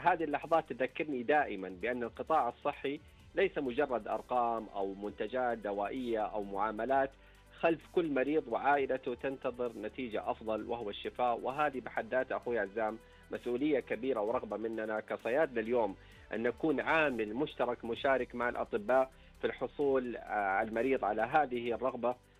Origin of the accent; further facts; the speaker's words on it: Saudi Arabia; والفرص عندنا في السعودية ولله الحمد أخوي عزام كثيرة،